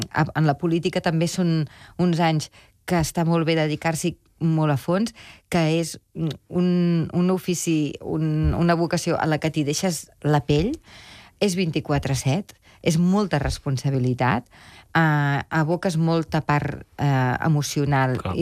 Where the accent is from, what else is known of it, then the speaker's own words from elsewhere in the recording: Catalonia, Spain; Com a bona catalana.